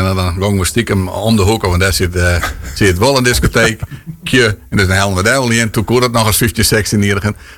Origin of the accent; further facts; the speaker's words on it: De Wilp, Groningen, Netherlands; Ik ben opgegroeid in de Wilp. Het dwarpje kist je als dit voorstellen. Op fietsen naar Pruim in Zevenhuizen of naar de Kruiswei in Marum.